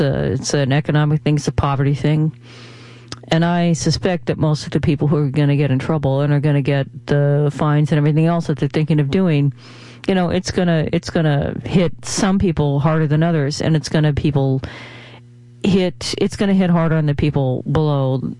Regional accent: New York, United States; as a New Yorker

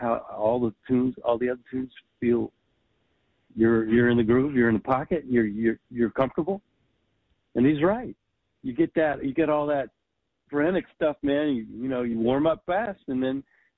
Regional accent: Shreveport, Louisiana, United States; also born or lived in Texas / New York; now in Los Angeles, United States; I'm from Louisiana. I'm from Shreveport, Louisiana.

